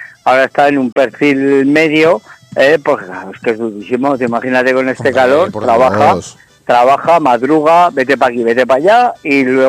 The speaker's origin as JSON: {"language": "Spanish", "country": "Spain", "said": "Somos españoles"}